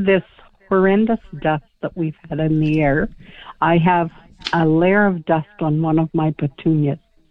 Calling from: Wawanesa, Manitoba, Canada

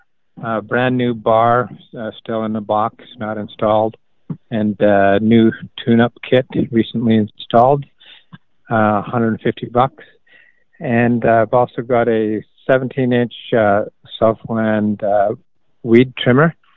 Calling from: Winnipeg, Manitoba, Canada; Winnipeg.

